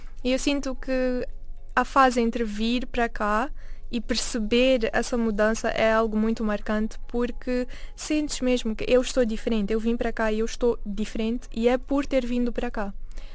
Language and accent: Portuguese; Mozambique; now in abroad; Eu sinto muita falta de comida caseira, especialmente sendo moçambicana. Não há muitos restaurantes moçambicanos cá.